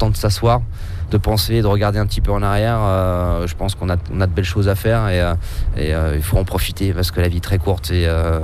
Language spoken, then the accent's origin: French; France; moved away; bien que je suis un amoureux de mon pays, je suis un vrai Français dans l'âme, j'adore la culture française